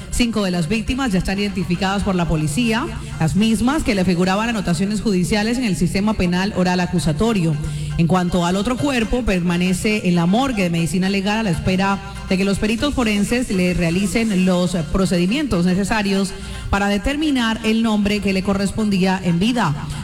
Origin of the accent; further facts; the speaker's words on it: Cartagena, Bolívar, Colombia; nos preparamos como colombianos, como cartageneros para ejercer el derecho al voto.